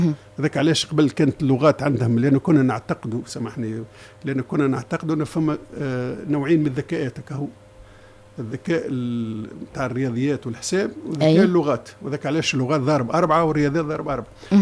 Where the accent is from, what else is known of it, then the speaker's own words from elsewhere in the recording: Tunisia; فما أنا ولد تونس أنا دافع على تونس